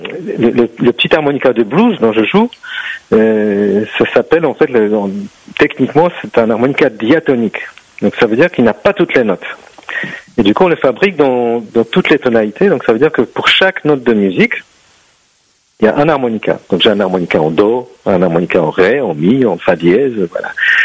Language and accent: French; Poland; moved away; moi je suis polonais d'origine. Donc j'ai grandi en Pologne